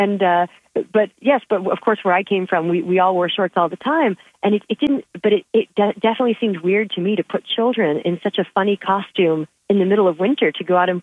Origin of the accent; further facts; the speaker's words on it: Key West, Florida, United States; moved away as an adult; now in England; I grew up in Key West in Florida